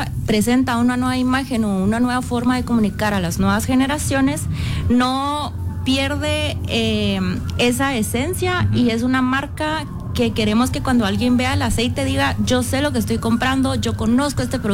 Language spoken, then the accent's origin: Spanish; Guatemala